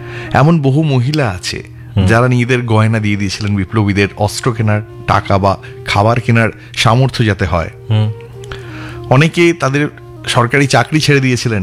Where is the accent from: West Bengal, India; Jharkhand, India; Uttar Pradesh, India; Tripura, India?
West Bengal, India; Medinipur; জানো তো আমার ভীষণ গর্ব হয়, কারণ আমি মেদিনীপুরের মেয়ে। অবিভক্ত মেদিনীপুরই তো ছিল স্বাধীনতা সংগ্রামের প্রধান ঘাঁটি।